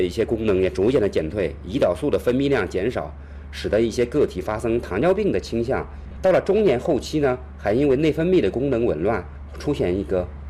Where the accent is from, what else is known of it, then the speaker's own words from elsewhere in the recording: northern China, China; 我们是北方人，吃馒头啊